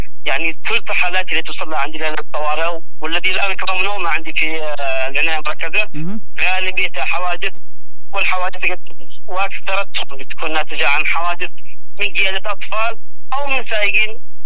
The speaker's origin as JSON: {"language": "Arabic", "country": "Yemen", "said": "عندنا في اليمن"}